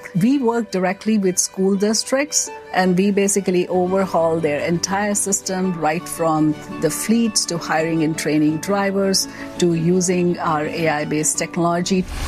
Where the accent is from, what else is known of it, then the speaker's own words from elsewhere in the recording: India; now in United States; where investors are willing to bet on a first-generation immigrant. I come from India, and coming from outside, I was very surprised of how welcoming and how easy it was to integrate.